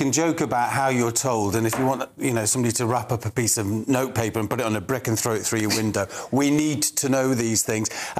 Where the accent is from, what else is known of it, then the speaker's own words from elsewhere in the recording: Wales, United Kingdom; born there; I'm Welsh. I was born in North Wales. I don't speak Welsh, or very badly